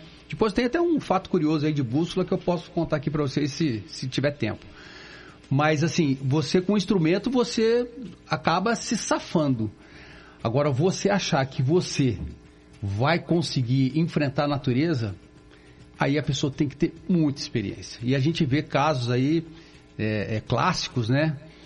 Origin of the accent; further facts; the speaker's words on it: Apucarana, Paraná, Brazil; moved away as an adult; also born or lived in Pato Branco, Brazil / Amazon, Brazil; Eu nasci em Pato Branco, mas fui criado em Apucarana. Então eu me considero pé vermelho, né?